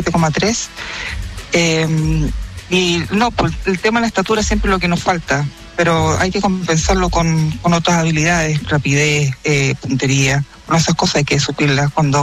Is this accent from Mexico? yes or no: no; Santiago, Santiago Metropolitan, Chile; No, soy de Santiago. Soy de Santiago.